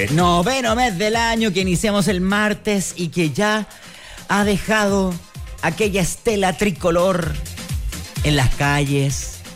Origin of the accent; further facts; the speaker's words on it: Chile; nosotros somos chilenos todo el año